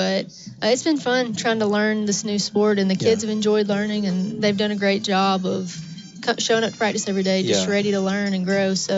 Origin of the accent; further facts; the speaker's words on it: the South, United States; growing up in the South, everybody watches football.